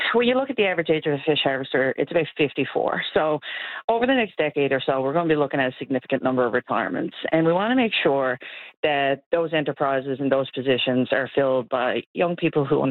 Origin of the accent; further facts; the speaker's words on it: Bonavista, Newfoundland and Labrador, Canada; I grew up around Bonavista